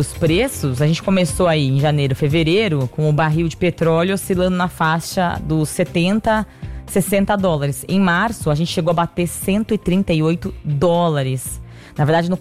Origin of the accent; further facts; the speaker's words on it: Cascavel, Paraná, Brazil; moved away; com o meu Cascavel, lá na minha cidade Cascavel